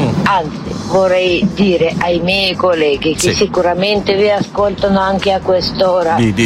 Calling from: Poggibonsi, Tuscany, Italy; di Poggibonsi.

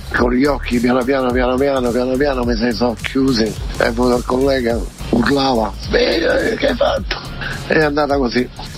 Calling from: Guidonia Montecelio, Lazio, Italy; di Guidonia.

